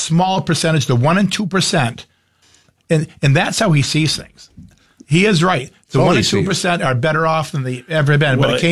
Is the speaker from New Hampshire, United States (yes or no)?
yes; Keene, New Hampshire, United States; I was born and raised in Keene and grew up here